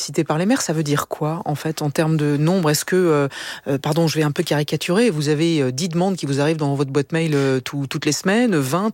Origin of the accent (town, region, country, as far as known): France